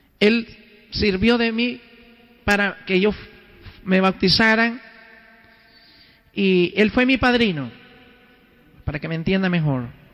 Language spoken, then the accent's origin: Spanish; San Miguel, El Salvador; born there; moved away; also born or lived in Costa Rica / United States; Nací en la República del Salvador, en una ciudad muy grande, San Miguel, una ciudad que tiene más de 2 millones de habitantes. Bueno, ahora soy nacionalizado en Costa Rica, también tengo residencia